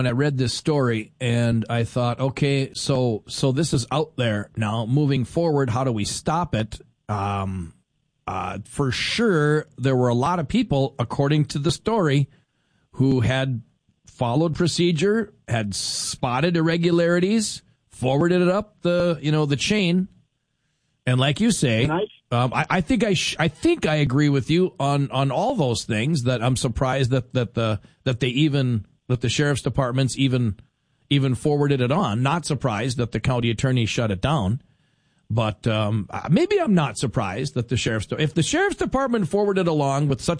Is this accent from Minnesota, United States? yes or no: yes; Minnesota, United States; as a Minnesotan or as an American.